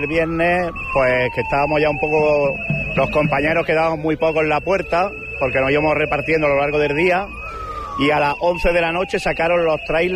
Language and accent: Spanish; Linares, Andalusia, Spain; somos muchas familias de Linares